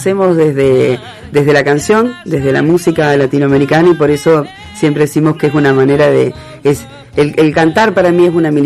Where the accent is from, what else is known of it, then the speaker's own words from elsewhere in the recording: Helvecia, Santa Fe, Argentina; now in Santa Fe, Argentina; Yo soy de Helvecia